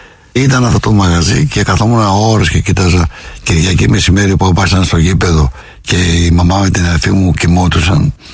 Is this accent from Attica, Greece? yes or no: yes; Hymettus, Attica, Greece; born there; Στον Ημιτό.